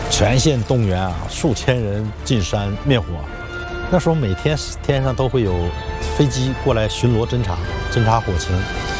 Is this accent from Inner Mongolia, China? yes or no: no; Baoqing County, Heilongjiang, China; moved away as an adult; 我的家呢是在黑龙江省宝兴县一个叫农林村的小山村，是在完达山北路。